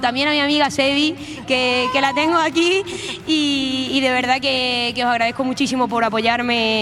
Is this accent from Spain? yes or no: yes; Extremadura, Spain; moved away; Veo como ayer muchas banderas de Extremadura. Echo de menos a mi tierra